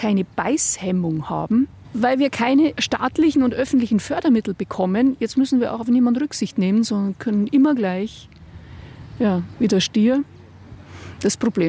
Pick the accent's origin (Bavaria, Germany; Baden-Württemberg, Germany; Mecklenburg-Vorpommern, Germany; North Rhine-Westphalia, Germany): Bavaria, Germany; Das sind die Berge, die wir hier ganz hinten sehen. Also das ist mein Kinderzimmer, meine Heimat.